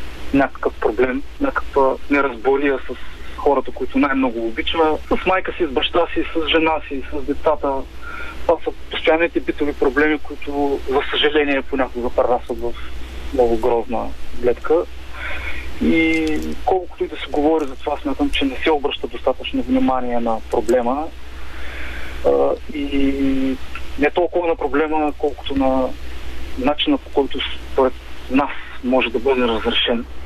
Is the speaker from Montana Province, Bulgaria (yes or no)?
no; Burgas, Burgas Province, Bulgaria; Да, ние сме от Бургас.